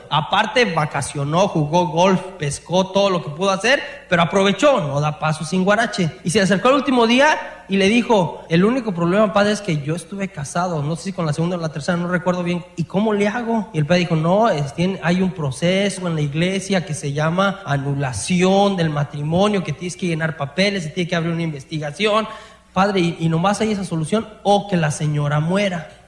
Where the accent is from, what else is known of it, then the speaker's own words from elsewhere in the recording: Mexico; Tenemos un mal, muchos de los que venimos de México